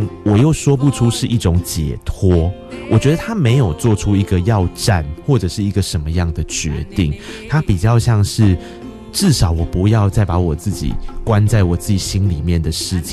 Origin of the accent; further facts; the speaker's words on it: Tainan, Taiwan; 我就是我是台南人啊